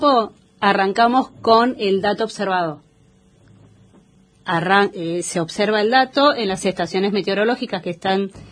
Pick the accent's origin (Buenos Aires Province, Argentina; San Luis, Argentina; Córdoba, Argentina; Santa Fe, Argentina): Buenos Aires Province, Argentina; Lanús; moved away; En Buenos Aires, sí, yo soy de Lanús